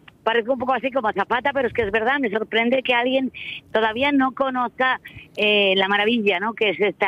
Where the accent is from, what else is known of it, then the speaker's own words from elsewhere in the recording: Asturias, Spain; asturiana